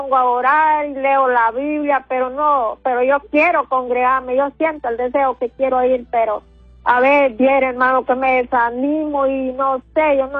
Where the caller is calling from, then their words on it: San José de Comayagua, Comayagua, Honduras; De aquí, usted... de San José de Comayagua.